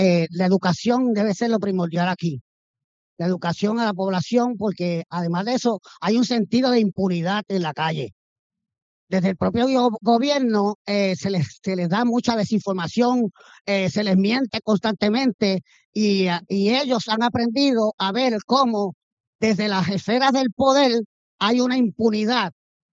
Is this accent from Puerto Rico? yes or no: yes; Puerto Rico; nosotros somos puertorriqueños, puertorriqueñas y puertorriqueñes.